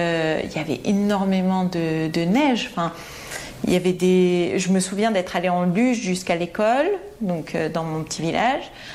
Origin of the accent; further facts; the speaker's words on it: Porté-Puymorens, Occitanie, France; J'ai grandi à Portet-Puymorens, qui est vraiment aux portes de l'Ariège